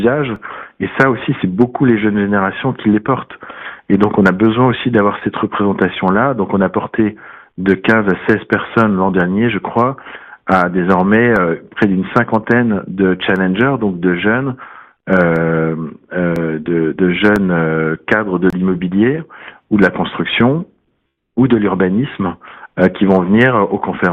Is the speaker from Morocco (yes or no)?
no; France; mais en tant que Français, je me réjouis de voir 5 très beaux projets